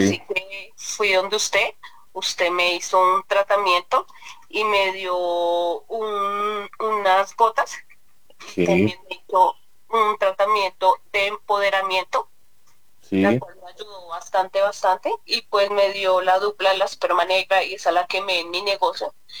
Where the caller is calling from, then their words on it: Boyacá, Colombia; Lo estoy llamando desde Carabobo, Boyacá.